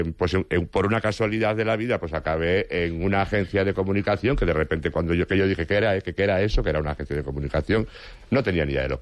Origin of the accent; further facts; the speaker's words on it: Foz, Galicia, Spain; now in Madrid, Spain; Yo soy de Foz, Lugo, sí, señor.